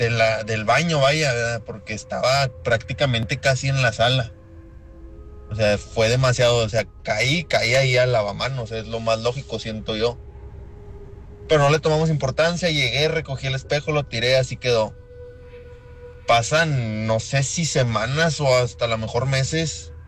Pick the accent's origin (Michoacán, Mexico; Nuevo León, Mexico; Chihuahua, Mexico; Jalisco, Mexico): Nuevo León, Mexico; Santa Catarina; Cuando de recién me mudé para esa casa, no nos gustaba estar ahí, ¿verdad? Yo crecí en Santa y era de que cada fin de semana nos veníamos a Santa, acá al barrio donde habíamos crecido